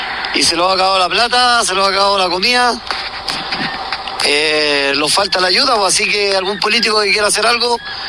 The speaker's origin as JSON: {"language": "Spanish", "town": "Ovalle", "region": "Coquimbo", "country": "Chile", "said": "Imagínense, estamos acá, somos de Ovalle, imagínense la lejura que estamos"}